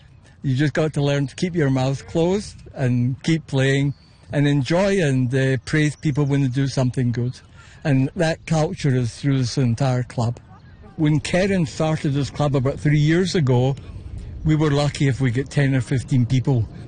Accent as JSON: {"language": "English", "town": "Glasgow", "region": "Scotland", "country": "United Kingdom", "lives_now": "Canada", "said": "Originally from Glasgow."}